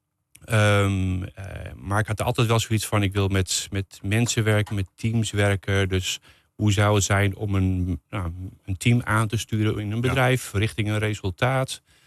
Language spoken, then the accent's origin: Dutch; Amsterdam, North Holland, Netherlands; moved away as an adult; also born or lived in Hoorn; now in Beverwijk, Netherlands; Grootgebracht in Amsterdam-Noord. En dan zeggen ze wel eens, ben je niet echt een Amsterdammer? Maar ik voel me een echte Amsterdammer.